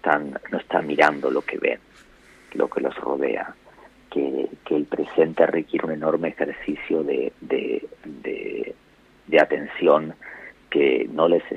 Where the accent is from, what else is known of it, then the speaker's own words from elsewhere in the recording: Argentina; moved away; Iba a decir que más allá de que mi acento haya cambiado, que yo lleve hasta altura más tiempo viviendo fuera de Argentina que en el país